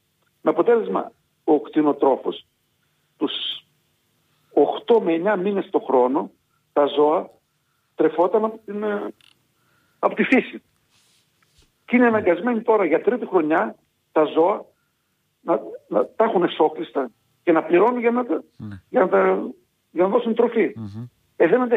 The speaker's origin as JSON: {"language": "Greek", "region": "Thessaly", "country": "Greece", "said": "Χαρακτηριστικό παράδειγμα σας αναφέρω ότι στο χωριό μου, το οποίο είναι η μητέρα Καρδίτσα, έχει γυμνάσιο."}